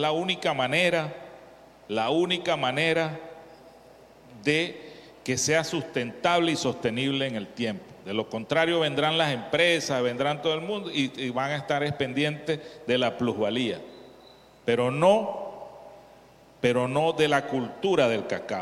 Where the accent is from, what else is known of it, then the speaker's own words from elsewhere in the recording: Venezuela; Se los digo como venezolano, que también somos productores de cacao